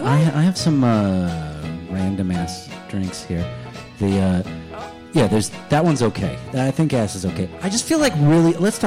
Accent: Brooklyn, New York, United States; I'm from Brooklyn, and I was raised in Brooklyn

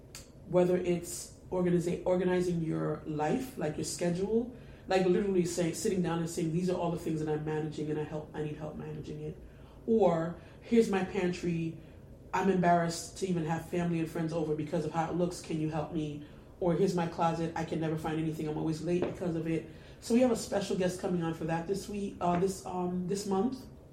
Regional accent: Brooklyn, New York, United States; I am coming from Flatbush, a girl from Brooklyn who saw people just rent a 13-passenger van from a company and start a dollar van business

